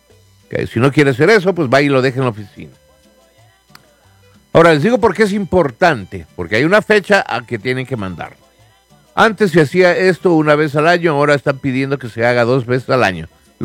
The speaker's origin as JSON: {"language": "Spanish", "country": "Ecuador", "said": "yo como ecuatoriano digo qué vergüenza"}